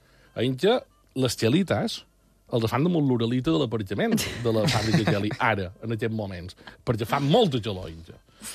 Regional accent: Mallorca, Balearic Islands, Spain; Sí, som mallorquins centristes.

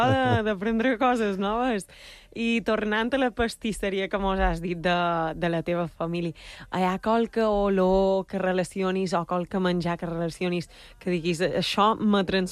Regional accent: Pollença, Balearic Islands, Spain; Sí, yo soy de Pollença y te puedo confirmar eso.

